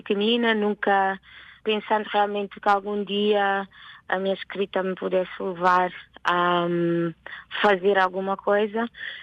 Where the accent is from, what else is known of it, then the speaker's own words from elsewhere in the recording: Rome, Lazio, Italy; moved away as an adult; now in Portugal; eu nasci e cresci em Itália, em específico em Roma. Há quase 13 anos que eu deixei Roma para vir para Portugal.